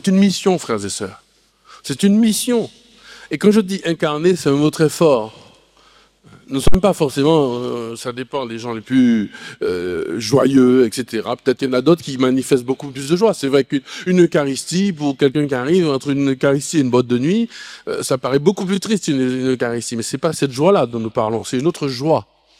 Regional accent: Martinique; Moi je suis de Martinique, je connais pas ce genre de choses.

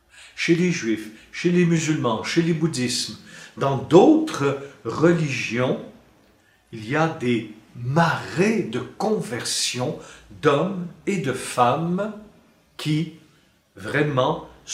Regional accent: Quebec, Canada; Moi, je suis canadien, je suis québécois

